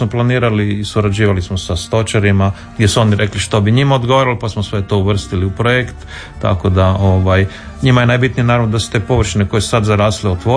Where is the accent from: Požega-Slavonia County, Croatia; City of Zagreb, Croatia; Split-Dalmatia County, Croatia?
City of Zagreb, Croatia; Zagreb; U Zagrebu, da, da, djetinjstvo sam u Trnju na Savici u ulici, ja mislim da je to jedna ulica u Zagrebu, zamislite, jedini kućni brojevi su 42 i 44, Miljackina ulica